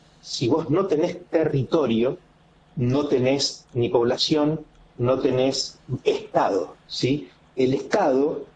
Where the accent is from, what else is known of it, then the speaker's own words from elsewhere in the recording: Argentina; Que es lo que somos los argentinos.